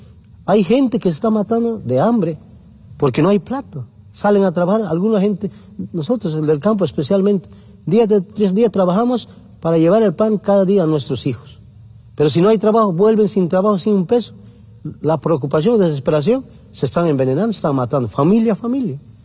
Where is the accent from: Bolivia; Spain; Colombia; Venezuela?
Bolivia